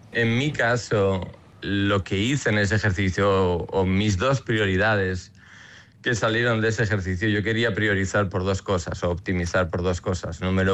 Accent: Vitoria-Gasteiz, Basque Country, Spain; moved away as an adult; now in New York, United States; nací y crecí en Vitoria

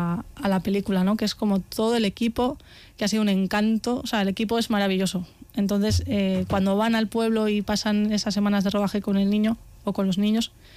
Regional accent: Spain; yo soy de Carrión también

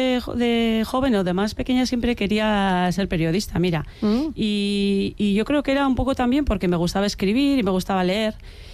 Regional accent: Irurtzun, Navarre, Spain; en mi pueblo yo fui de la primera generación que estudió en el modelo D, en la escuela pública de Irurtzun.

